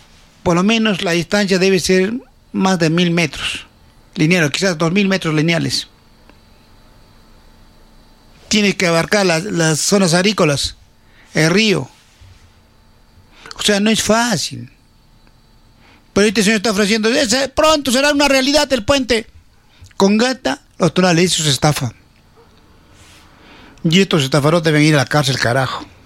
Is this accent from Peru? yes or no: yes; Congata, Arequipa, Peru; a mi zona, a mi pueblo. La Loma de Congata.